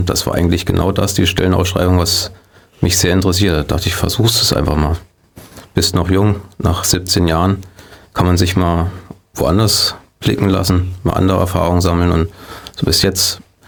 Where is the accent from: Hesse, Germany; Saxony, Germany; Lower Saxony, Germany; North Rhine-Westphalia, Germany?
Hesse, Germany; Niederhone; das war ich damals auch in meinem Heimatort in Niederhohne